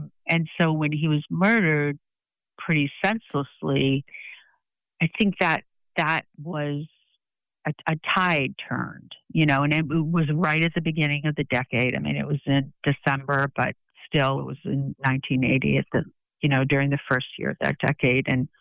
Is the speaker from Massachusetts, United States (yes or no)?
yes; Boston, Massachusetts, United States; also born or lived in Andover / Brookline; You know, I was born in Boston and then lived in Andover, Mass for a while. And then my mom moved back to Brookline, and we lived near Fenway Park, which was cool.